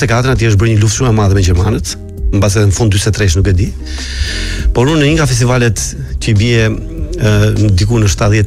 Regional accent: Sarandë, Vlorë County, Albania; Unë isha nga Saranda

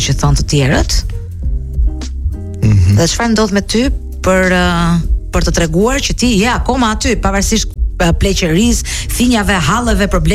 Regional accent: Durrës, Durrës County, Albania

